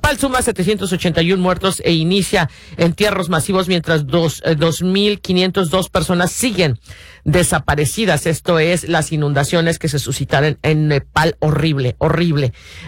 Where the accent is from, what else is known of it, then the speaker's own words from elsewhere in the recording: Mexico; No, pero soy mexicana, ¿cómo de que no?